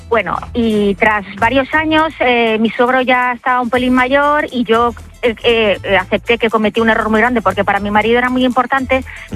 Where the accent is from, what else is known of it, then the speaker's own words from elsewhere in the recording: Valencian Community, Spain; y yo soy valenciana. Vivimos actualmente en Valencia desde hace, bueno, vamos a hacer 25 años de casados el año que viene.